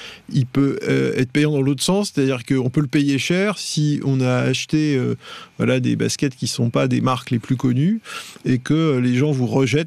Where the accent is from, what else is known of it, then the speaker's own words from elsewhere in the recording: France; chez nous, en France